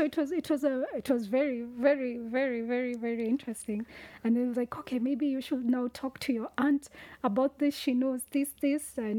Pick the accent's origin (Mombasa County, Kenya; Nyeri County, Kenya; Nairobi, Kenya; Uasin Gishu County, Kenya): Nairobi, Kenya; born or raised there; accent: Kenyan